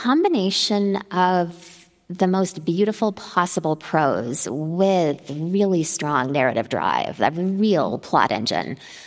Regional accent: Denman Island, British Columbia, Canada; also born or lived in Toronto / Montreal; now in New York, United States; I'm from Denman Island, British Columbia. It's about 1,000 people. It's definitely more deer than people. Like, it's just forest. It's pretty.

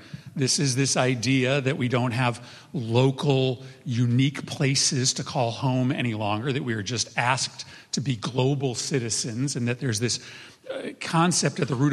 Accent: United States; as an American

